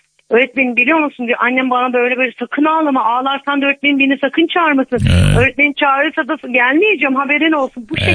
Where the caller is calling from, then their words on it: Sakarya, Turkey; Sakarya'dan arıyorum.